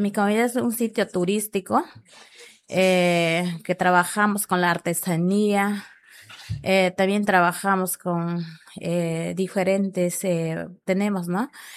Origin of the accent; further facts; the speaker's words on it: Padre Abad province, Ucayali, Peru; soy de la comunidad nativa Yamino, de Asociación Cari y Sarrano de Yamino.